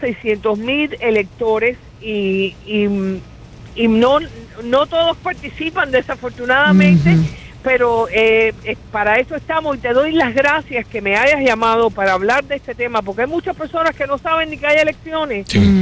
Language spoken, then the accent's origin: Spanish; Cuba; born there; moved away; Yo nací en Cuba y le doy gracias a mis padres que me sacaron de ese infierno